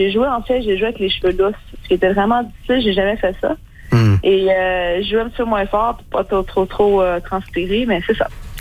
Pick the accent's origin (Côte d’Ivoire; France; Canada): Canada; Quebec; moved away as an adult; now in Ontario, Canada; j'ai quand même passé 20 ans de ma vie ici, bien sûr, je viens du Québec.